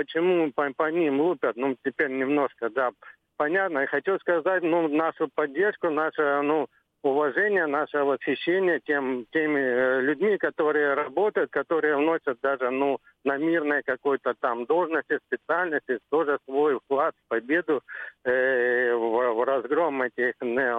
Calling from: Krasnodar, Krasnodar Krai, Russia; из Краснодара

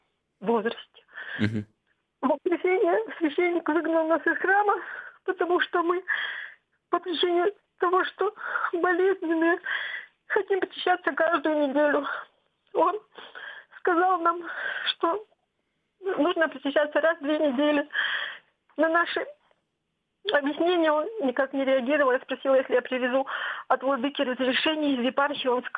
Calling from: Russian Far East, Russia; Я из глубинки, из Дальнего Востока.

